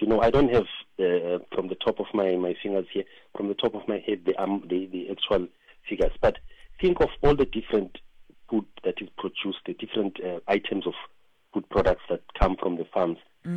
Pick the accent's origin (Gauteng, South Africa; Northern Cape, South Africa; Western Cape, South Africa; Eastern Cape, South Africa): Gauteng, South Africa; Soweto; When I grew up as a child, I grew up in Soweto